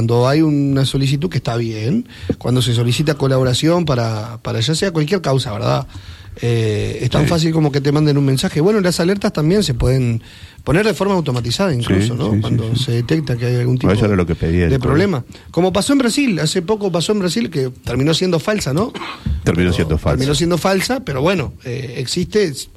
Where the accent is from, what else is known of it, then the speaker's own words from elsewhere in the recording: Basque Country, Spain; Bueno, yo soy vasco, ¿no?